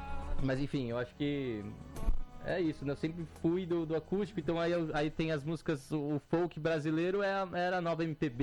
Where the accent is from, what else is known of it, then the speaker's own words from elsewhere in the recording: Brazil; Ah, mas eu cresci no Brasil, né